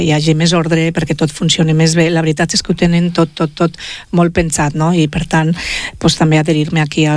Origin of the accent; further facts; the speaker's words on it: Lleida, Catalonia, Spain; com a lleidatans i lleidatanes podem estar orgullosos